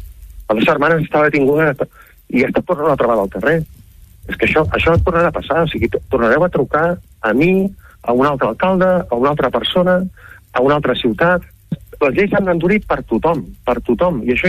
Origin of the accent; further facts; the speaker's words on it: Manresa, Catalonia, Spain; jo, de fet, he nascut, he estudiat, m'he criat a Manresa, i em sap molt greu tot el que està passant a Manresa.